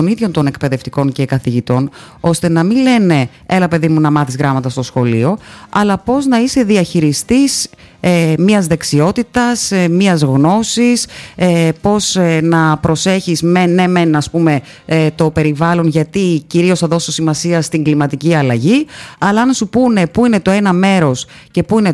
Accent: Larissa, Thessaly, Greece; moved away; Διότι είμαι άρτη αφιχθήσα, όπως λέμε και στο χωριό μου, από την έτσι ιδιαίτερα πατρίδα μου, από τη Λάρισα.

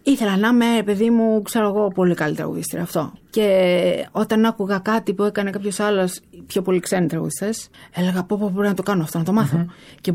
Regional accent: Athens, Attica, Greece; also born or lived in Piraeus; Εγώ μεγάλωσα στην Αθήνα βέβαια.

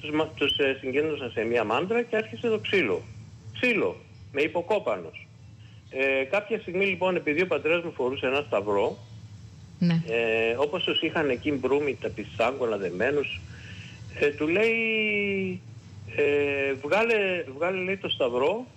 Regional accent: Famagusta, Famagusta District, Cyprus; moved away; Γιατί το σπίτι μου είναι στην περιφραγμένη περιοχή της Αμοχώστου.

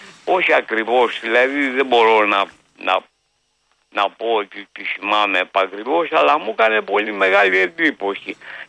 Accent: Athens, Attica, Greece; born there; Γεννήθηκε στην Πλάκα, όπως γεννήθηκα και εγώ

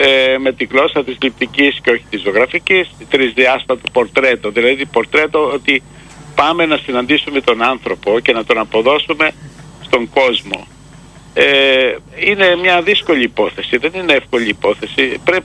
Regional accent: Falatados, South Aegean, Greece; moved away as an adult; Εγώ είμαι από το Φαλατάδο, είμαι από τα πάνω μέρη, είναι αγροτικά χωριά, τα οποία δεν είχαν και μεγάλη, ας πούμε, έτσι, σχέση με το μάρμαρο ή με την τέχνη

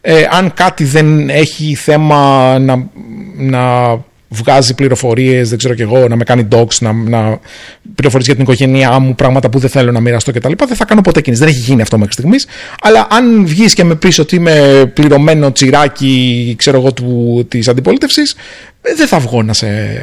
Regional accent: Greece; now in Singapore

